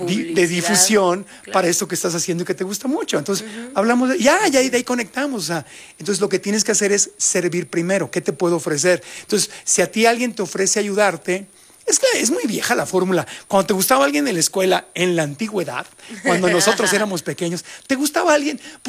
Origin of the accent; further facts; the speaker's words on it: Ciudad Obregón, Sonora, Mexico; Yo crecí en Sonora, uh-huh, en Obregón.